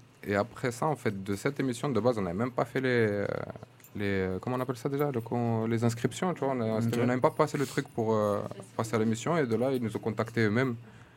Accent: Toulon, Provence-Alpes-Côte d'Azur, France; j'ai été considéré comme un rappeur de Marseille, mais les gars, je viens de Toulon.

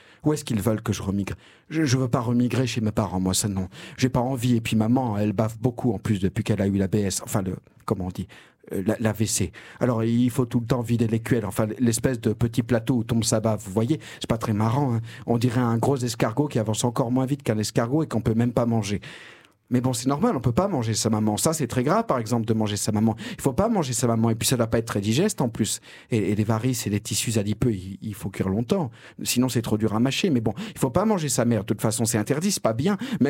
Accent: France; Non, parce que oui, je suis français, hein.

